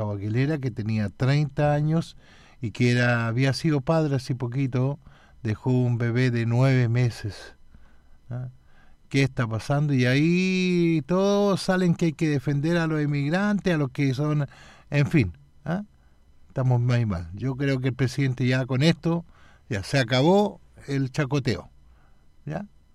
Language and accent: Spanish; Chile; soy persona, soy ser humano, soy chileno, bien nacido, ¿no?